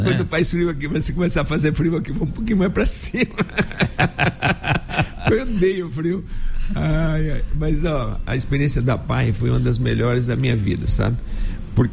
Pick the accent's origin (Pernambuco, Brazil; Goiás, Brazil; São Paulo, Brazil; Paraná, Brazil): Paraná, Brazil; Curitiba; moved away; Saí de Curitiba, né? Aí, rapaz, eu vim e falei assim, eu vou ter que ganhar um dinheiro lá, porque se eu tiver que voltar, eu não tenho dinheiro para voltar.